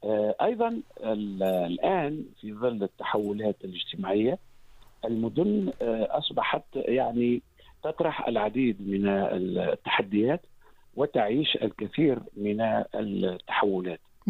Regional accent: Tunisia; موجودة عندنا في تونس

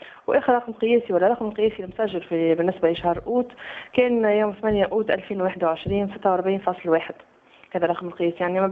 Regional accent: Tunisia; في معظم ولايات بلادنا

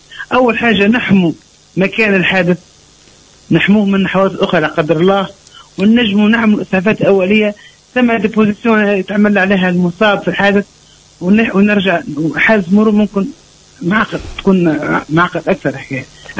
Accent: Tunisia; انا شعب تونسي، انا شعب مثقف، شعب قاري،

